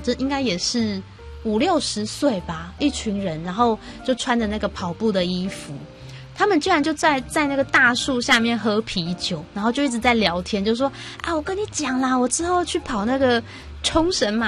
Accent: Xindian, New Taipei, Taiwan; 因为我自己其实是新店人，我从小到大都是在新店长大，但是我在我们家的这个地理位置是在平地的新店，就是在靠近就是都市的新店。

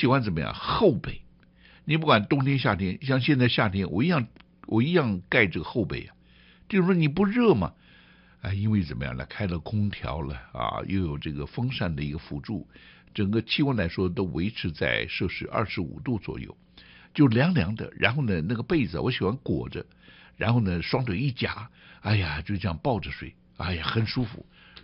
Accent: Taiwan; 很多我们台湾人呢

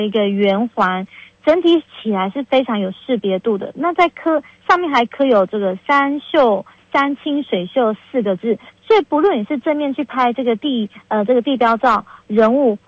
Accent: central Taiwan, Taiwan; 我本身是中部的人

